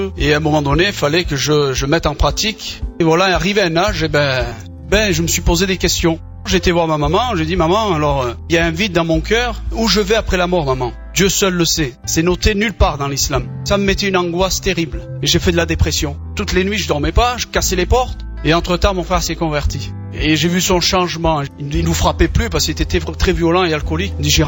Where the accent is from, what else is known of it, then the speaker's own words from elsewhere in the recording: Algeria; Je suis algérien, on est issu d'une famille nombreuse, de 14 frères et sœurs. On nous a appris, à, par rapport à notre religion, à connaître Dieu.